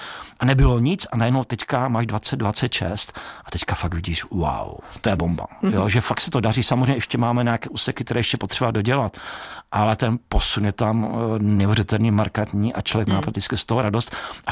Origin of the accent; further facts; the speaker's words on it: Olomouc, Olomouc Region, Czechia; now in Chomutov, Czechia; Tak jako jsem z Olomouce, takže nejvíc mě pálí to, že není, a já bydlím v Chomoutově